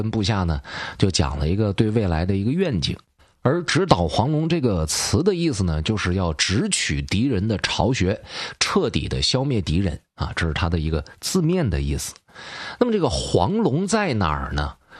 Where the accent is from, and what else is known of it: Changchun, Jilin, China